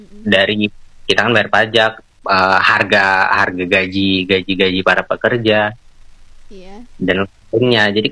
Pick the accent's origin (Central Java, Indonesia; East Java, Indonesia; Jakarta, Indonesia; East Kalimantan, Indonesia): Jakarta, Indonesia; saya kan orang Jakarta.